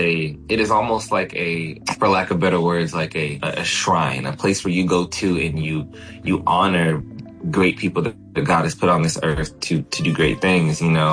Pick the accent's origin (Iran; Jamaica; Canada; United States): Jamaica; You know, as a Jamaican, as a West Indian, even reggae, you know, in reggae tone, you know.